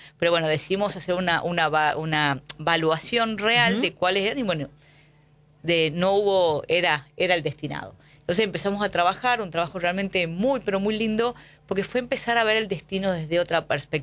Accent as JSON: {"language": "Spanish", "town": "San Miguel de Tucumán", "region": "Tucumán", "country": "Argentina", "tie": "born there", "lives_now": "Tafí del Valle, Argentina", "said": "No, yo soy tucumana, nací en San Miguel"}